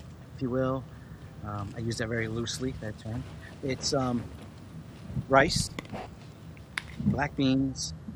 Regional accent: Chicago, Illinois, United States; It's the tortilla. I'm from Chicago.

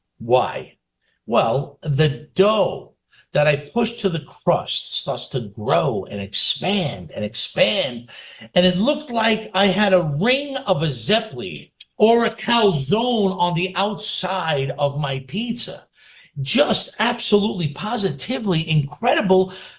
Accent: New York City, New York, United States; growing up in Brooklyn, you know, I went to local pizzerias.

